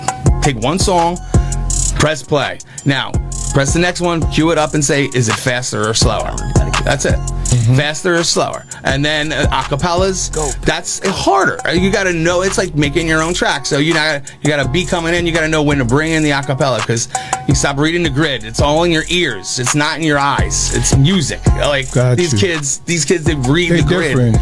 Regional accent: Parsippany, New Jersey, United States; now in Keyport, United States; I'm from Jersey. Parsippany originally. Now I live in Keyport. New Jersey, down by the shore, right next to like Abyss and all them.

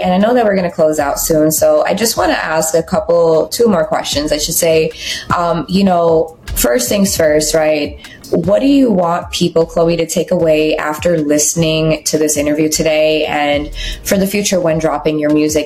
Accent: Queens, New York, United States; now in Brooklyn, United States; I'm from Queens here, but as I mentioned, I immigrated to the United States really young, when I was like 6, 7. And I grew up in Queens, so very diverse people. And I live in Brooklyn now.

